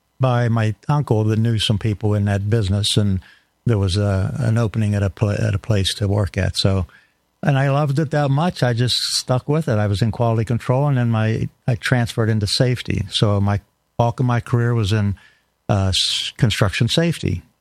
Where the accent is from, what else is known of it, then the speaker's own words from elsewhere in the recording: Pennsylvania, United States; moved away; I grew up in Pennsylvania, west central PA in the mountains.